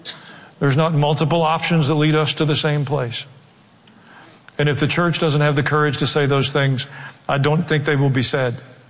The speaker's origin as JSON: {"language": "English", "region": "the South", "country": "United States", "accent": "southern", "said": "People can sit anywhere on the planet that they have access to a cell phone and hear me preach in my southern accent in their language."}